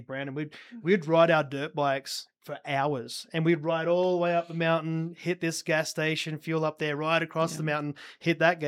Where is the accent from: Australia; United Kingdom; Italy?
Australia; now in Utah, United States; I grew up in Australia.